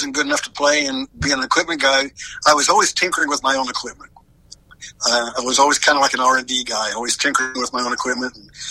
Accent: Oklahoma City, Oklahoma, United States; moved away; My hometown's Oklahoma City

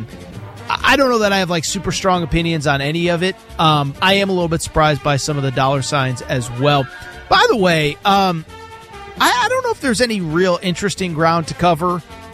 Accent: Northeast, United States; growing up in the Northeast

